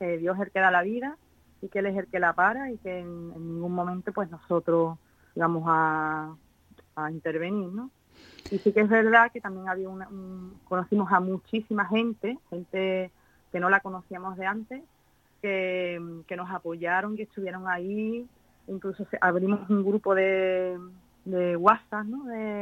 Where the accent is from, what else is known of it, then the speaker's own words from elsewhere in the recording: Jerez, Andalusia, Spain; nos fuimos a Sevilla, ¿no? Ya digo que somos de Jerez, fuimos en Sevilla y pedimos allí varias opiniones, después fuimos a Madrid también